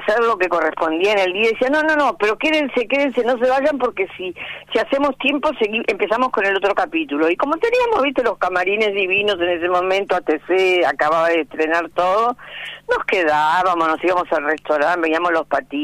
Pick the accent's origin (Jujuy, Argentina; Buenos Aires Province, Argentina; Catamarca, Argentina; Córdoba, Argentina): Buenos Aires Province, Argentina; Mar del Plata; moved away as an adult; Yo nací en Mar del Plata y allá empecé a los 6 años, en la iglesia Nueva Pompeya, a hacer teatro.